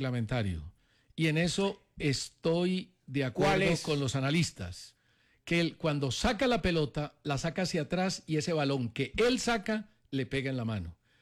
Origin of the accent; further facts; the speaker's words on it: Colombia; somos los colombianos, agrandados, señor Nevo, agrandados.